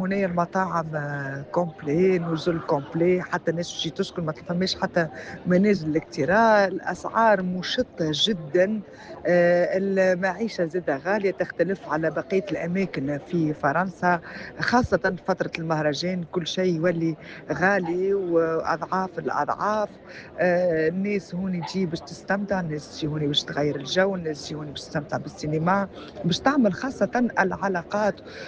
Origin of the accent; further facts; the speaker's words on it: Tunisia; في بلادنا